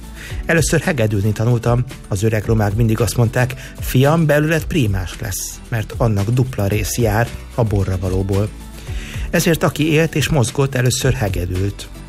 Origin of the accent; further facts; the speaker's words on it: Budapest, Hungary; now in Germany; 1946-ban születtem, és a 8. kerületben nőttem föl. Lakatos ablakos Dezsővel laktam egy házban.